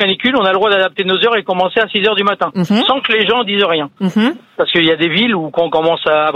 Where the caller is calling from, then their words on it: Normandy, France; Du département de l'Eure, en Normandie.